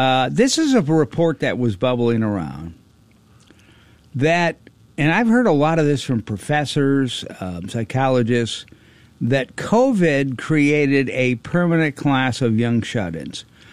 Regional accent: Chicago, Illinois, United States; Growing up in Chicago, longtime Chicago sports fan, trying to keep my enthusiasm tempered for the Cubs.

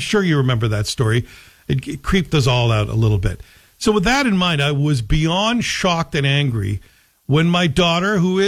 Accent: Canada; Anyway, I was proud to see a fellow Canadia

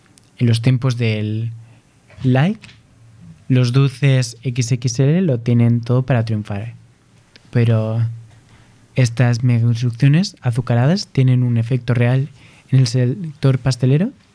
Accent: Brazil; Spanish is a second language; Yo es que vengo de Brasil y en Brasil carne es lo que llamamos a la carne de vaca, la ternera.

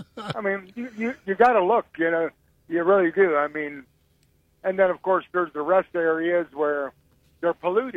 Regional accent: Youngstown, Ohio, United States; moved away; I'm from Youngstown originally.

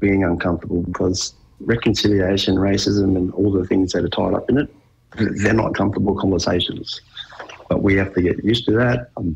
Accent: Koonibba, South Australia, Australia; A lot of fond memories of growing up on Coonabba Mission.

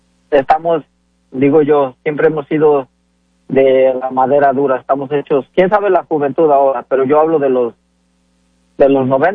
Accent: Tlaxcala, Mexico; Yo soy de Tlaxcala y cuando salíamos a trabajar al estado de Puebla.

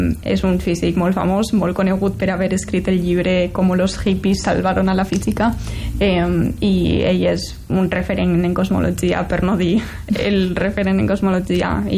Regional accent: Benicarló, Valencian Community, Spain; moved away as an adult; jo quan vaig créixer aquí a Benicarló

